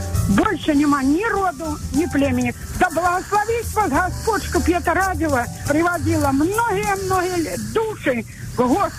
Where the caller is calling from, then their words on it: Belgorod Oblast, Russia; Звоню я из Белгородской области.